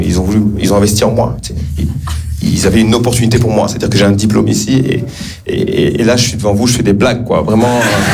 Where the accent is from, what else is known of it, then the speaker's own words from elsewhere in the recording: Rwanda; Je suis rwandais. Voilà, je suis fier de mes origines, quoi. Surtout parce que je suis un rwandais rare.